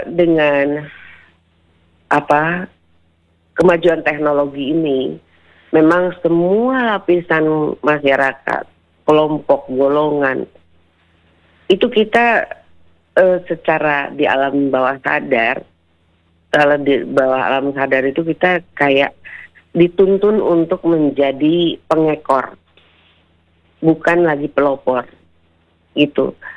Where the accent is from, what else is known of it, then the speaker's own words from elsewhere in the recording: West Java, Indonesia; jati diri kita sebagai Sunda, sebagai Indonesia